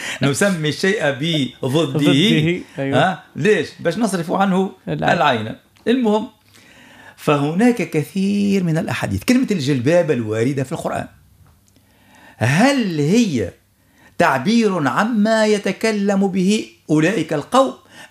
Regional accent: Tunisia; أنا كتونسي

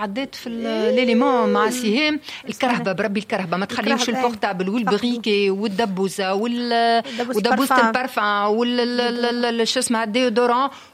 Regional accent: Tunisia

